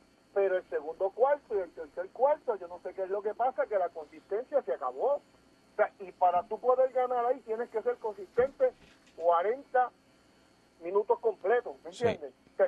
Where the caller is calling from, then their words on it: Puerto Rico; yo soy boricua hasta la muerte